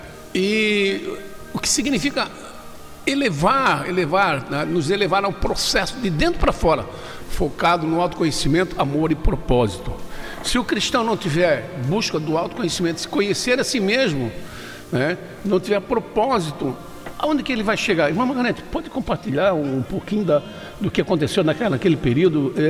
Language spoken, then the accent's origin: Portuguese; Brazil; Lógico que nós somos brasileiros